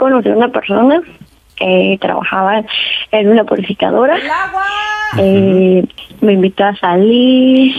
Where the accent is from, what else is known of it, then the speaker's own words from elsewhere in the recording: Nezahualcóyotl, State of Mexico, Mexico; 22, soy de la ciudad de Nezahualcóyotl.